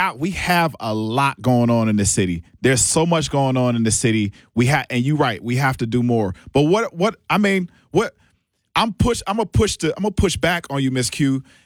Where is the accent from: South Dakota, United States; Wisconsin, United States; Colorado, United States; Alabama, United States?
Wisconsin, United States; Milwaukee; born there; I was born here in Milwaukee. Not going to say the year, but born to two wonderful parents.